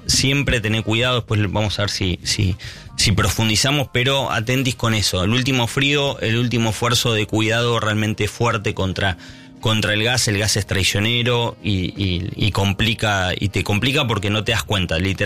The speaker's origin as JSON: {"language": "Spanish", "town": "Mar del Plata", "region": "Buenos Aires Province", "country": "Argentina", "tie": "born or raised there", "said": "Me acordé mis tiempos de niño en Mar del Plata."}